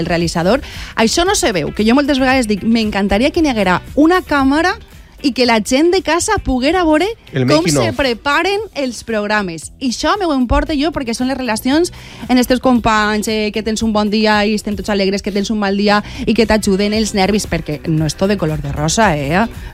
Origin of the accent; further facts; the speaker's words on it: Quart de les Valls, Valencian Community, Spain; born there; also born or lived in Puçol; Jo és que tinc dos pobles. Ah, bueno. Que això que es quede clar perquè no vull que ningú se m'enfadi. Vale. Jo soc nascuda en Pusol i m'ha criat allí 6 anys, però jo després me n'he anat a viure a Quart de les Valls i ne porte 40 allí.